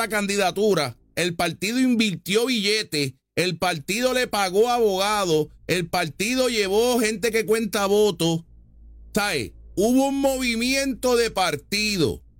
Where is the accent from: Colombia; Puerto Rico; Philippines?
Puerto Rico; yo soy puertorriqueño como la R, que pues como carro